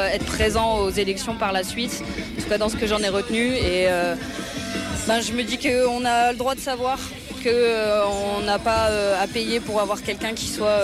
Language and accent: French; Hauts-de-France, France; Moi, je viens des Hauts-de-France, j'ai grandi ici, mais je suis arrivée il y a 2 ans sur le Lensois.